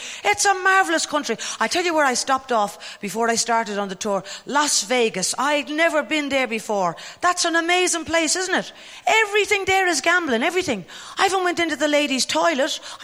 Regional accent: Dublin, Leinster, Ireland; born there; I was born in Dublin, which was handy because it was near my parents. They weren't too thrilled. Another one, they thought. You know, I come from a big, huge Irish Catholic family.

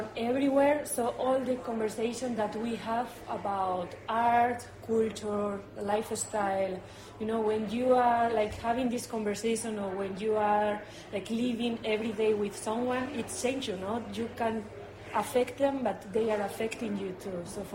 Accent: Bilbao, Basque Country, Spain; I'm from Basque Country, Bilbao.

